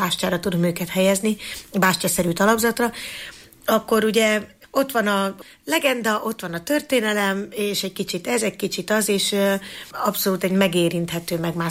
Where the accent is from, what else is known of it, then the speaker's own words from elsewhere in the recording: Eger, Heves, Hungary; EGRI nőként itt nőttem fel, tehát tudom, hogy mit jelent jelent az, hogy a városom a mindenem